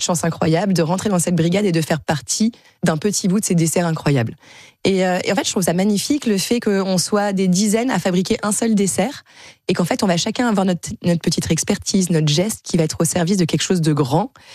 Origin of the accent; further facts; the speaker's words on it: France; comme je suis française, d'aller apprendre à faire du pain pour monter ma boulangerie.